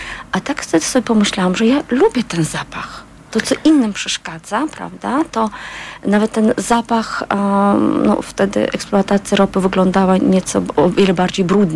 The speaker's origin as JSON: {"language": "Polish", "region": "Baku", "country": "Azerbaijan", "tie": "born or raised there", "moved": "as an adult", "lives_now": "Poland", "said": "Do roku, miałam 24 lata, gdy wyjechałam z Azerbejdżanu i przyjechałam do Polski."}